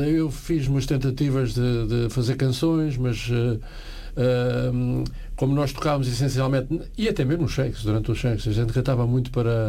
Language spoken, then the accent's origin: Portuguese; Lisbon, Portugal; eu vivi ali, nasci e vivi na Alameda, Dom Afonso Henriques, portanto ali ao pé do cinema, ao pé da Fonte Luminosa, não no lado do Império